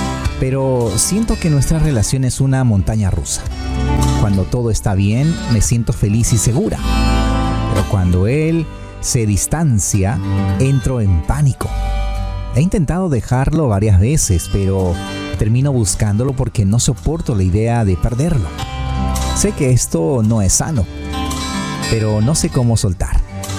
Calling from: Ecuador; Hola, soy de Ecuador.

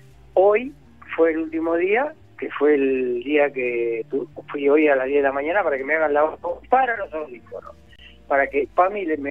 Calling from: Quilmes, Buenos Aires Province, Argentina; de Quilmes.

